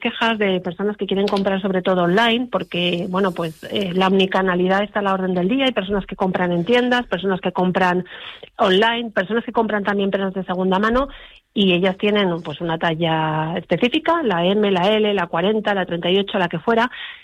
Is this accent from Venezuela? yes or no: no; Madrid, Community of Madrid, Spain; No, yo madrileña. Uh-huh. El apellido tiene origen lejano, sí, yo soy soy de Madrid.